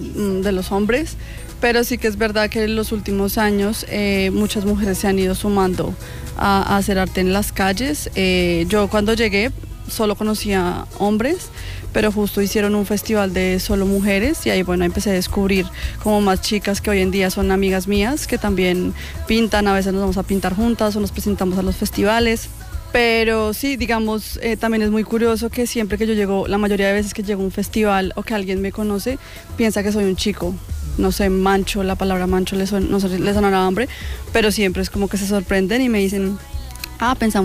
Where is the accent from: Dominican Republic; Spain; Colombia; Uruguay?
Colombia; moved away; porque yo soy migrante, yo soy colombiana, llevo 10 años acá